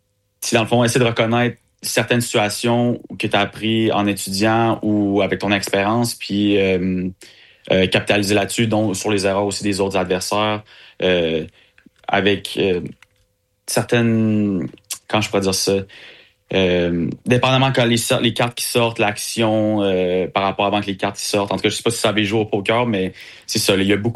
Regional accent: Quebec City, Quebec, Canada; moi, je viens de Québec. Fait que je suis à Québec.

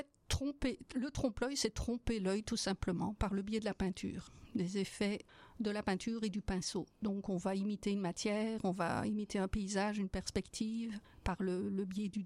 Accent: Belgium; mais j'étais en liste d'attente en tant que Belge.

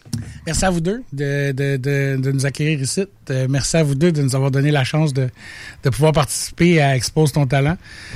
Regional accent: Quebec, Canada; J'étais un petit gars de la Rive-Sud, j'ai grandi dans un environnement musical

